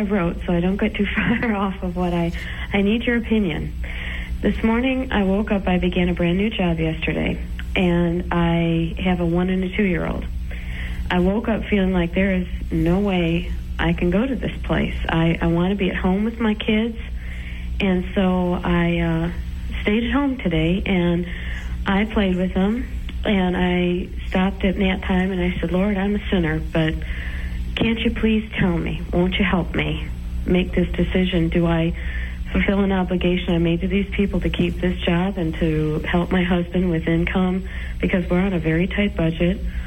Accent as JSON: {"language": "English", "region": "Michigan", "country": "United States", "said": "Oh, hello, Mother. I'm from Michigan."}